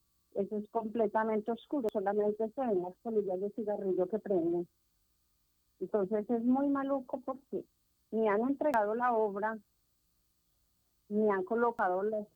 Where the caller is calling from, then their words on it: Huila, Colombia; yo soy habitante acá de San Alma, del sector por la 22, con 24